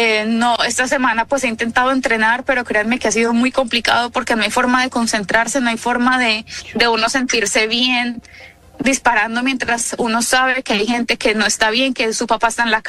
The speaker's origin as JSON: {"language": "Spanish", "town": "Pereira", "region": "Risaralda", "country": "Colombia", "lives_now": "Puerto Rico", "said": "En el equipo en este momento somos dos pereiranos y el entrenador nacional que vive en Pereira. No tenemos dónde entrenar en este momento. Yo vivo pues en Puerto Rico, acá estoy entrenando"}